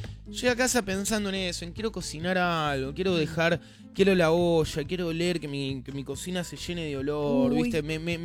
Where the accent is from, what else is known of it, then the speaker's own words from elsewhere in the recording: Argentina; argentino, gracias a Dios